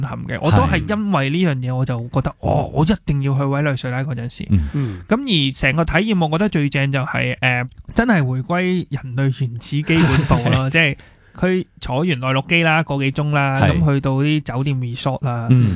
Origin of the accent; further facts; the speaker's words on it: Hong Kong; born there; 我成日都会觉得我喺香港出世系好幸福嘅